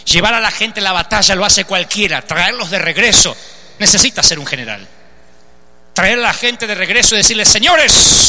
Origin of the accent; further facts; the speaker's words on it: Argentina; Qué patéticos somos los argentinos.